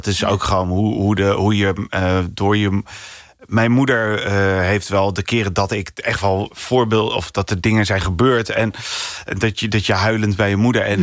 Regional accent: Rotterdam, South Holland, Netherlands; Ja, ik ben een Rotterdammer.

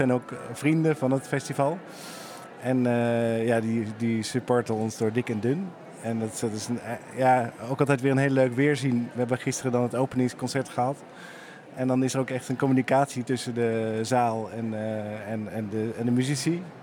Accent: Rhede, Groningen, Netherlands; Ja, dit is mijn geboortegrond. En dat is eigenlijk een reden geweest om in Rhede een festival te gaan beginnen.

